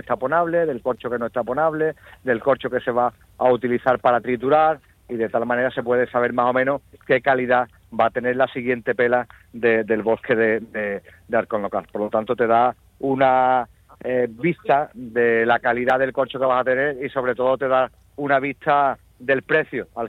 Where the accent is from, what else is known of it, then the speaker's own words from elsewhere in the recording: Alcalá de los Gazules, Andalusia, Spain; de nuestro pueblo, de mi pueblo, de Alcalá de los Gazules.